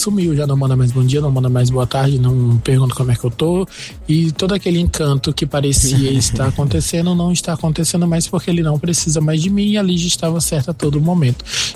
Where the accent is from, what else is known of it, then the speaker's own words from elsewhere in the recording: Espírito Santo, Brazil; moved away as an adult; now in Portugal; Na verdade, eu sou do Espírito Santo. Morei, eu vivo aqui na terra do bacalhau.